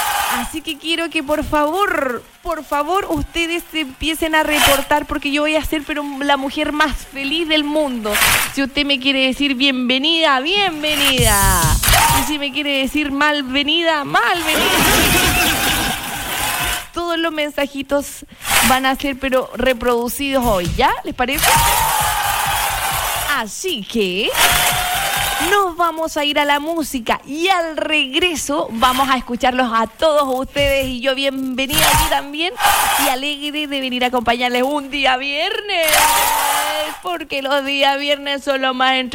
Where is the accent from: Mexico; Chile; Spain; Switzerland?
Chile; Curaco de Vélez, Los Lagos; moved away as an adult; now in Osorno, Chile; soy de Chiloé, soy de Curaco de Vélez, la preciosa isla ahí de Quinchao. Vengo de allá y ya estoy viviendo varios añitos acá en Osorno. Vine a estudiar, después por cosas de la vida regresé a Chiloé y luego me llamó Osorno, así que aquí estoy ahora en Osorno junto a mi hijo.